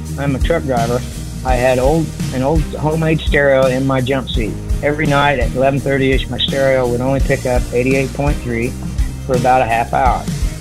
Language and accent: English; Kansas, United States; I'm from Kansas.